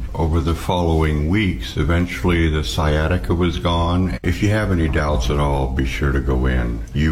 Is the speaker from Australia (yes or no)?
no; Forest Grove, Oregon, United States; I am from Forest Grove, Oregon.